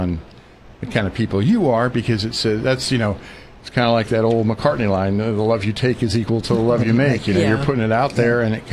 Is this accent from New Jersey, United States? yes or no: no; Orange County, California, United States; I grew up in Orange County between two Marine bases, a jet fighter base and a helo base